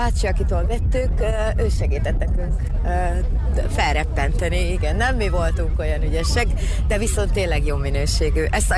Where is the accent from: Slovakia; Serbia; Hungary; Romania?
Serbia; Subotica, Vojvodina; Így, szabadkaiak vagyunk, jó napot kívánok!